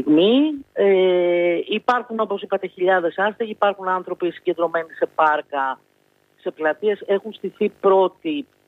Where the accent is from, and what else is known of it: Greece